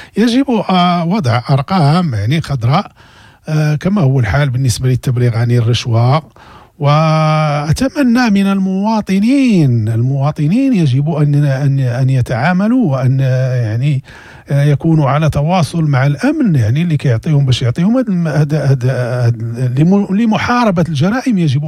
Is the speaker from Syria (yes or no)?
no; Morocco; أتكلم عن بلدي المغرب، حتى الدول العربية الأخرى